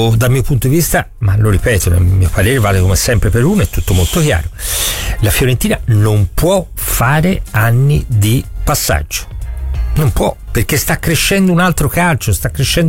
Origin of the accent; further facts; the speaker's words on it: Florence, Tuscany, Italy; io sono fiorentino, per me Firenze è il centro del mondo. Io ho lavorato tanti anni a Roma, tanti anni a Milano, avevo la nazione tutti i giorni perché la mia vita era Firenze.